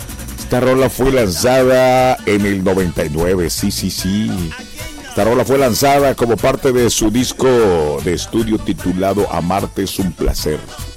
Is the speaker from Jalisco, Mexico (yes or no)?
yes; Puerto Vallarta, Jalisco, Mexico; Sí, soy de pata salada.